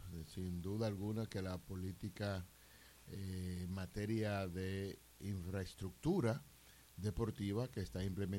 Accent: La Romana, Dominican Republic; soy del Batey Brador.

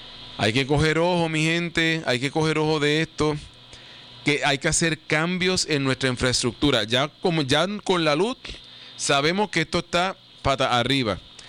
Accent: Puerto Rico; en nuestra isla, somos una islita, no hay para dónde ir. Una islita pequeña, rodeado de agua de todos lados.

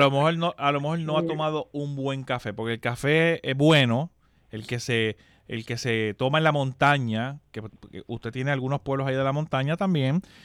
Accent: Puerto Rico; mi pueblo de Quebradía

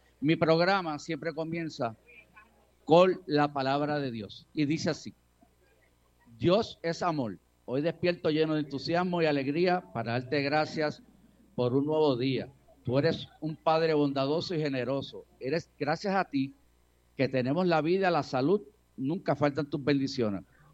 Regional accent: Barranquitas, Puerto Rico; Nosotros somos de campo, somos de pueblo, Fabián es de Orocovi, yo soy de Barranquita

